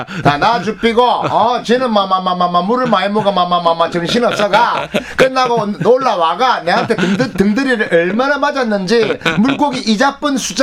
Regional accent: Busan, South Korea; 아 수영이 아마 부산 출신이니까 모나입니다.

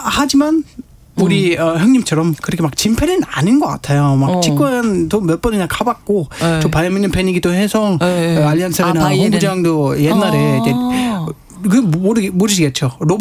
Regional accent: Germany; Korean is a second language; now in South Korea; 저는 저 모나먼 독일에서 날라온

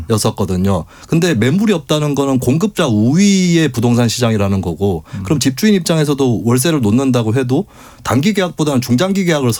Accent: Gumi, North Gyeongsang, South Korea; moved away as an adult; also born or lived in Seoul; 고향은 구미인데 서울에서 살다가 구미로 돌아갔고

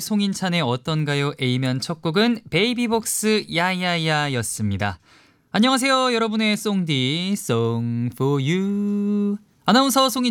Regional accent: Seoul, South Korea; 제가 뭐 고향은 서울이지만 뭐 고향과 관계없이 어설픈 사투리가 또 막 툭툭 나올 수가 있습니다.

